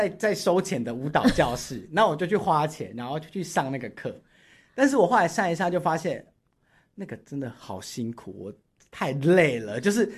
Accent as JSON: {"language": "Chinese", "country": "Taiwan", "first_language": "Taiwanese Hokkien", "second_language": "Chinese", "said": "我学语言我是先学台语才学"}